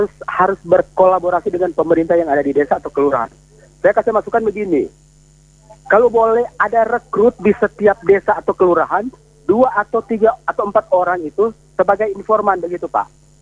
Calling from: Motoling, North Sulawesi, Indonesia; Saya dari Kelis, dari Motoling, Kabupaten Minahasa Selatan.

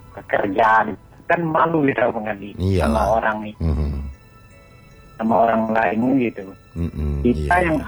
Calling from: Muara Bungo, Jambi, Indonesia; di Merbungo.

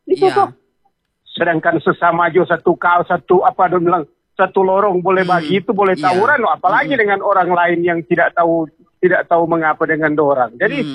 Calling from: Manado, North Sulawesi, Indonesia

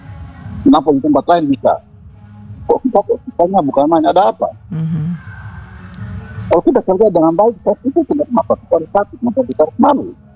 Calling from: Sorong, Southwest Papua, Indonesia; sebagai warga Papua, khususnya yang sedang berdomisili di kilometer 17.

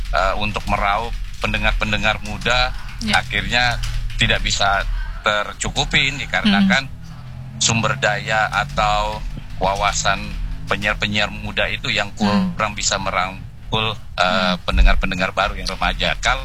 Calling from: Samarinda, East Kalimantan, Indonesia; Oke, saya dari Samarinda

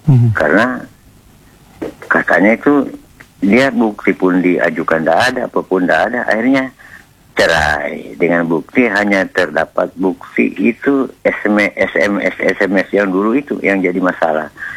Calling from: Kubu Raya, West Kalimantan, Indonesia

